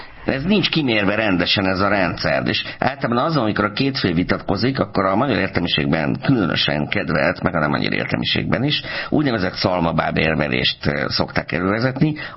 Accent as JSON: {"language": "Hungarian", "region": "Baranya", "country": "Hungary", "tie": "born or raised there", "said": "a Mecsekre is nagyon büszke vagyok, megfélét. És tessék, ott nőttem föl."}